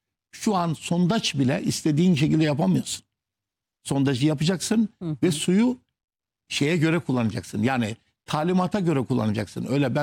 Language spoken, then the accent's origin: Turkish; Terme, Samsun, Turkey; Karadeniz'den getirdiğimiz. Ben Samsun Termeliyim.